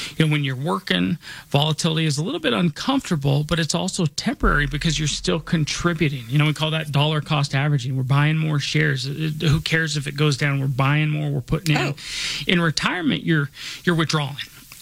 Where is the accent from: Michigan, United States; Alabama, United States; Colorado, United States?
Colorado, United States; Denver; born or raised there